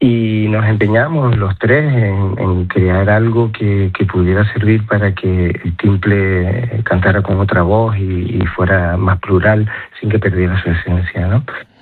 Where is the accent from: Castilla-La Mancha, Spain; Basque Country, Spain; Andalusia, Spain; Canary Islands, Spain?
Canary Islands, Spain; yo que soy hijo y nieto de migrantes y como canario